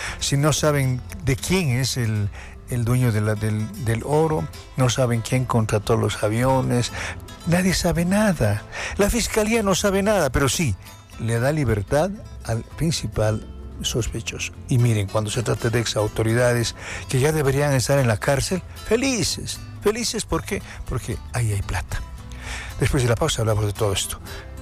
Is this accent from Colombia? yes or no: no; Bolivia; como buenos ciudadanos y como buenos bolivianos.